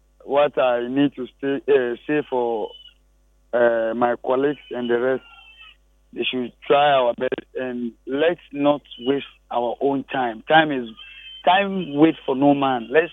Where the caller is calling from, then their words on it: Accra, Greater Accra, Ghana; I'm just from Accra.